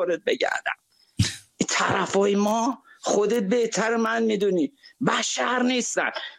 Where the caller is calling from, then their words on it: Shiraz, Fars, Iran; کاکو از شیراز هستم.